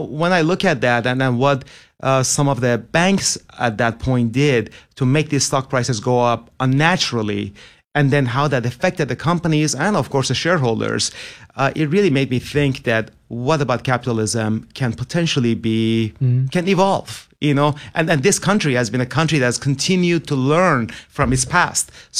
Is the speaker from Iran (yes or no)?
yes; Iran; as a kid growing up in Iran in the 1980s